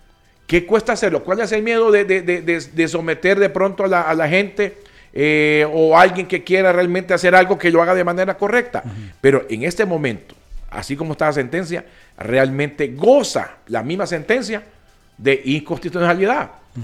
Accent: Honduras; Es una cuestión como hondureño que tengo

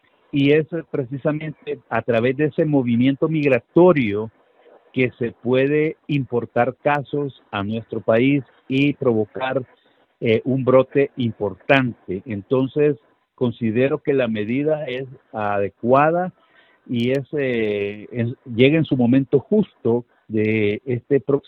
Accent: Honduras; nosotros no tenemos que ser reacios como hondureños

